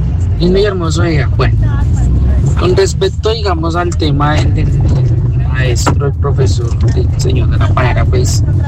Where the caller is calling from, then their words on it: Colombia; cada uno de nosotros como colombianos y como seres humanos, nosotros somos libres y autónomos de votar